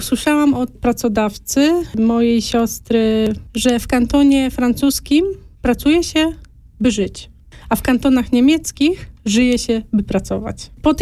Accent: Toruń, Kuyavian-Pomeranian Voivodeship, Poland; moved away as an adult; Jestem z wykształcenia florystą. Jestem z Torunia. Prowadziłam, no, rok, półtora swoją kwiaciarnię w Toruniu.

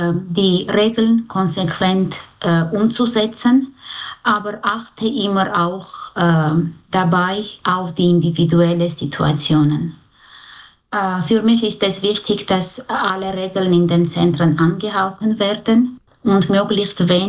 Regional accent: Armenia; German is a second language; moved away as an adult; now in Switzerland; Ich glaube, jede Person hat nur eine Heimat und meine Heimat ist Armenien, aber die Schweiz ist jetzt meine zweite Zuhause.

